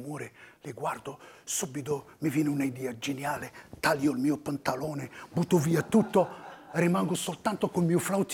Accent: Morocco; Italian is a second language; now in Italy; No, sono marocchino.

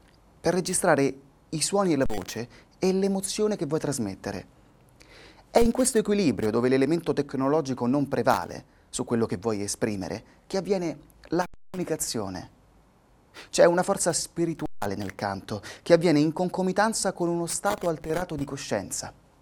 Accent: Siena, Tuscany, Italy; born there; La mia voce è l'appartenenza alla mia terra. Un'appartenenza di nascita, nel mio caso toscana, perché io sono di Siena e ancor di più Fontebranda e della campagna toscana.

